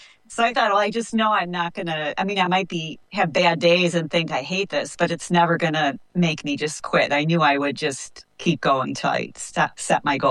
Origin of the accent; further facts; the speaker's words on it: Wisconsin, United States; there is a 1,200-mile hiking trail in my home state